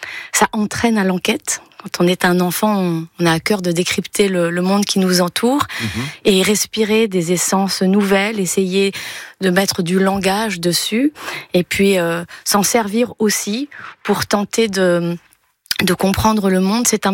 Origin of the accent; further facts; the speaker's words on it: Grasse, Provence-Alpes-Côte d'Azur, France; j'ai grandi à Grasse.